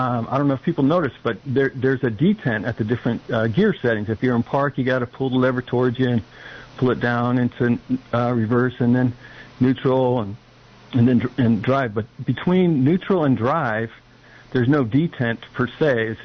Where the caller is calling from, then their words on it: Live Oak, United States; from Live Oak calling.